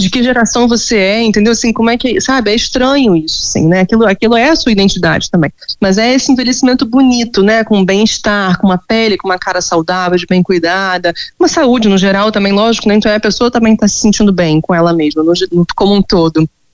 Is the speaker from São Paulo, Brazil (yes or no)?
no; Rio de Janeiro, Brazil; Eu sou do Rio